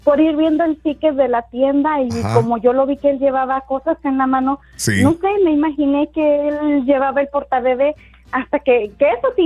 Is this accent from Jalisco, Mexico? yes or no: no; El Acebuche, Guanajuato, Mexico; Soy un pueblito que se llama El Acebuche, Tarimoro, Guanajuato.